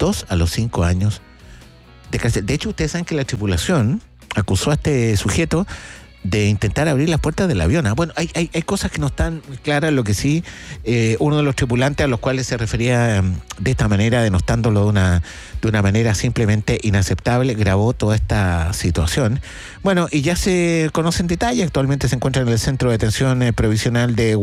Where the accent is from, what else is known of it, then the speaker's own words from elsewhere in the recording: Chile; ¿Somos racistas los chilenos, no?